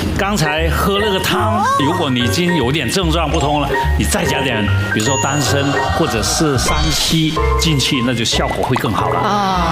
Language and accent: Chinese; Guangdong, China; 我们广东人很喜欢入冬才进补嘛